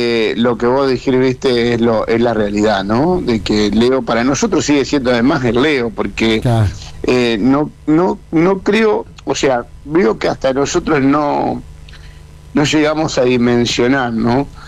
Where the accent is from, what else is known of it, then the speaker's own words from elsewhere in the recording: Argentina; now in Pujato, Argentina; nosotros primero la vivimos como todo argentino